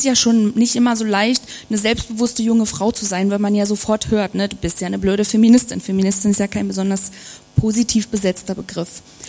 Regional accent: Berlin, Germany; ich bin in Berlin aufgewachsen, in Ost-Berlin

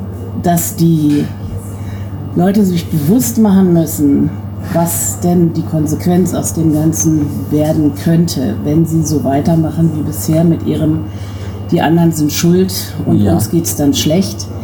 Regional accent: Berlin, Germany

